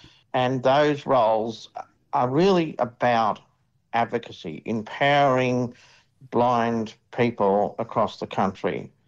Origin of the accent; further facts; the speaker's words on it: Kurri Kurri, New South Wales, Australia; born there; I was born in Kurri, that's K-U-R-R-I twice, in the coal fields, as they used to be called. I think they probably still are, in the Hunter Valley of New South Wales.